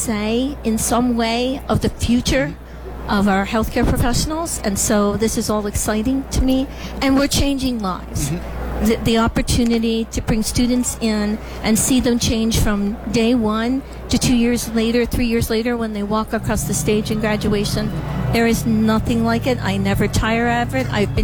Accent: Philadelphia, Pennsylvania, United States; I'm from the Philadelphia area, yeah. And I am a true Phillies fan.

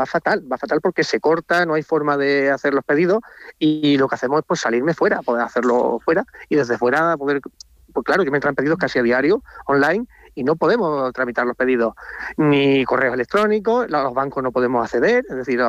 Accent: Guadalmez, Castilla-La Mancha, Spain; also born or lived in Madrid / Córdoba; me encanta estar en mi pueblo

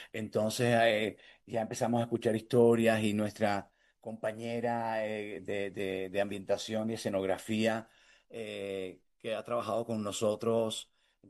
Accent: Colombia

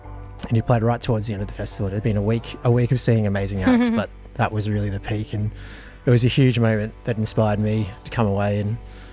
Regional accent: Flinders Island, Tasmania, Australia; moved away as an adult; also born or lived in Launceston, Australia / Hobart, Australia; now in Melbourne, Australia; Before I'd moved back to Hobart, I am originally from Flinders Island, off the northeast coast of Tasmania. It's a small community of 1,000 people.

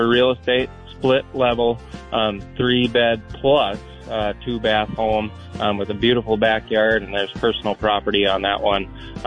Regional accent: Dalton, Minnesota, United States; Of course, growing up in Dalton, one of the always the highlights of the year ever since I was little.

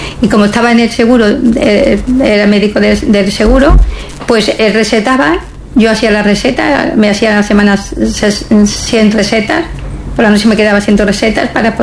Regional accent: Melilla, Spain; also born or lived in Lleida / Palma de Mallorca; now in Barcelona, Spain; Yo soy de Melilla. Y sí, vengo cada año porque la familia está aquí, tengo las raíces aquí.

